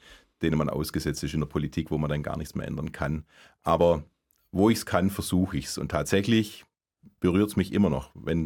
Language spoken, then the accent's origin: German; Albstadt, Baden-Württemberg, Germany; Ich war in meinem Heimatort ganz fest verwurzelt. Ich bin auch während dem Studium nicht weggezogen. Ich bin in Abstadt wohnen geblieben und nach Stuttgart und Esslingen gependelt.